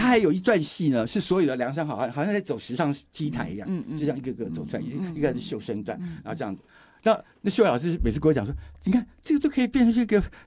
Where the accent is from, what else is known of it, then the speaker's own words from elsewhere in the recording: Taiwan; 他保佑我们台湾人